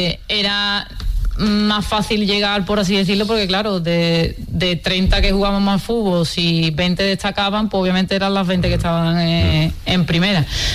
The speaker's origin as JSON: {"language": "Spanish", "town": "Coria del Río", "region": "Andalusia", "country": "Spain", "also_born_or_lived": "Tomares", "lives_now": "San Juan de Aznalfarache, Spain", "said": "yo siempre obviamente llevo a Coria por bandera porque me siento coreana, aunque actualmente viva en San Juan y llevo varios años viviendo aquí en San Juan y vivió también en Tomares"}